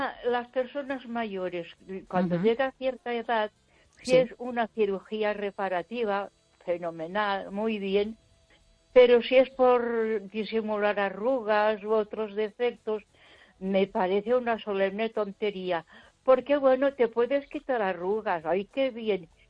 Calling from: Ponferrada, Castile and León, Spain; de Ponferrada.

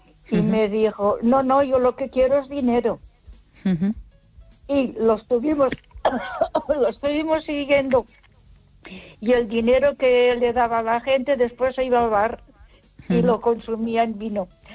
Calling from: Ponferrada, Castile and León, Spain; Buenas noches, Esther. … de Ponferrada.

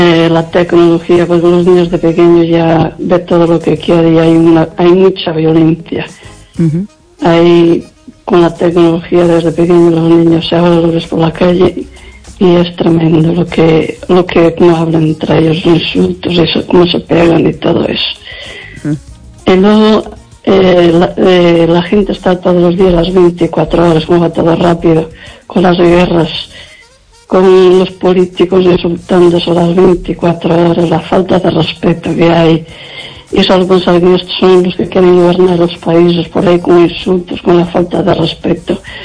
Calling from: Lugo, Galicia, Spain

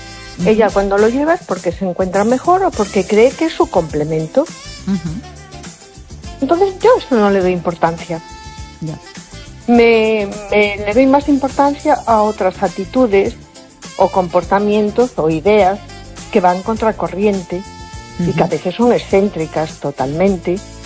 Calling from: A Coruña, Galicia, Spain; de Coruña.

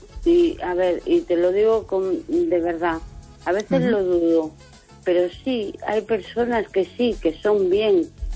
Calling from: A Coruña, Galicia, Spain; de Coruña.

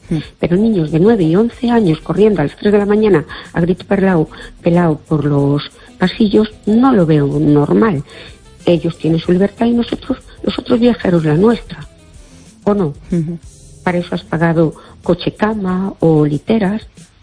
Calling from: Seville, Andalusia, Spain; de Sevilla.

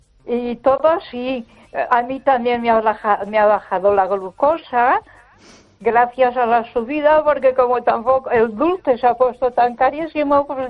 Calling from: Ponferrada, Castile and León, Spain; Buenas noches, Esther. … de Ponferrada.

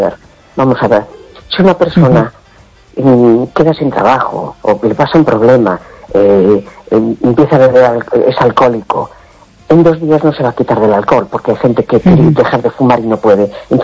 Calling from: A Coruña, Galicia, Spain; Hola, buenas noches … de La Coruña.

